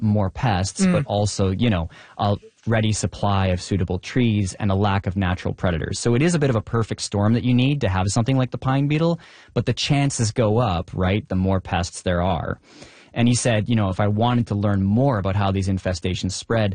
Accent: Prince George, British Columbia, Canada; So as a kid growing up in my hometown of Prince George, I just remember all the trees everywhere I looked dying

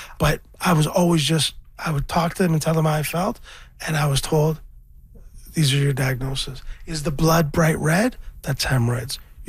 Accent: Scarborough, Ontario, Canada; I was raised in Scarborough, Ontario, and I'm just currently fighting cancer

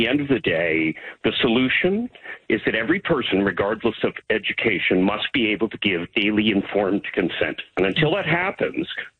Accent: Toronto, Ontario, Canada; moved away; also born or lived in San Diego / San Francisco / New York; Well, I lived in the United States. I'm a kid from Toronto. I moved down there to San Francisco as a dot-com, or, well, San Diego, and then San Francisco, New York.

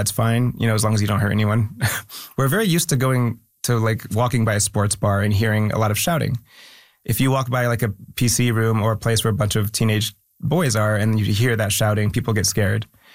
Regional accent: Philippines

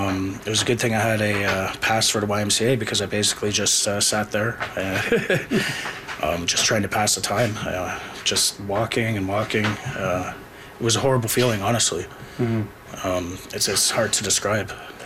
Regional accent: Webwood, Ontario, Canada; I grew up in Webwood.

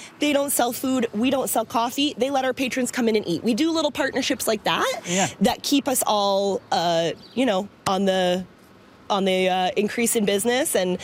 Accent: Ingersoll, Ontario, Canada; I grew up in Ingersoll and had a business in downtown Ingersoll, with my family did.

